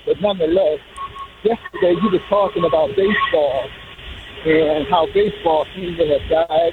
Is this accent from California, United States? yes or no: no; Chicago, Illinois, United States; I grew up in the Jesse Mountains